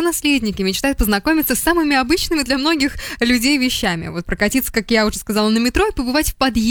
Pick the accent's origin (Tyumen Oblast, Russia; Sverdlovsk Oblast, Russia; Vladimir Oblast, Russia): Sverdlovsk Oblast, Russia; Verkhnyaya Salda; я верхний Салты